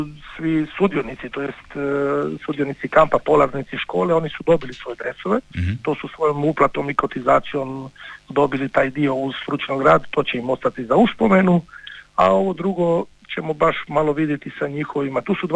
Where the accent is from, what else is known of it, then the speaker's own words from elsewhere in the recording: Cres, Primorje-Gorski Kotar County, Croatia; za nas Cresane